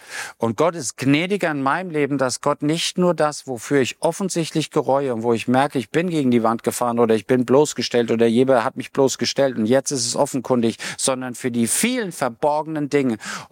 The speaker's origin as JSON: {"language": "German", "region": "Rhineland-Palatinate", "country": "Germany", "lives_now": "Stuttgart, Germany", "said": "Ich komme ja aus Rheinland-Pfalz. Und dann kam ich nach Stuttgart."}